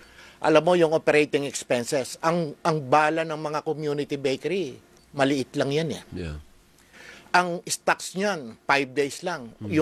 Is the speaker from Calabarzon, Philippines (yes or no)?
yes; Cuenca, Calabarzon, Philippines; The bakeries of Cuenca, so many years back is 1,250 bakers nang galing sa munting bayan namin.